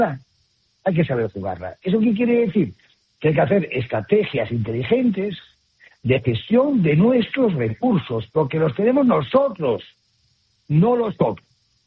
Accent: Spain; Somos los españoles

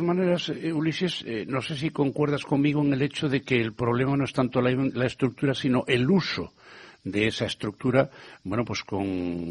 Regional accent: Spain; somos todos españoles

